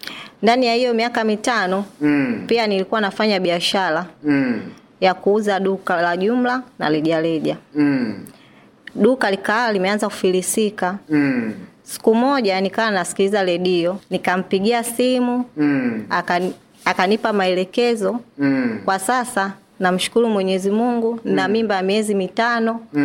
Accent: Tanga Region, Tanzania; Nimetokea mkoa wa Tanga.

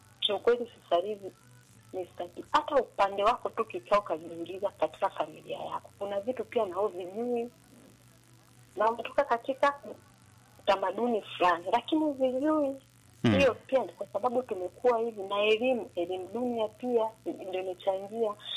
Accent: Tanzania; mimi wazazi wangu ni ndio mimi ni Msukuma, lakini sasa mila na desturi za Kisukuma mpaka leo hii mila zijua za juu sana, za ndani sizijui.

